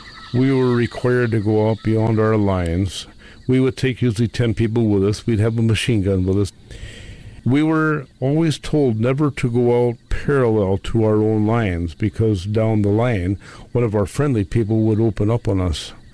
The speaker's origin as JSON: {"language": "English", "region": "Wisconsin", "country": "United States"}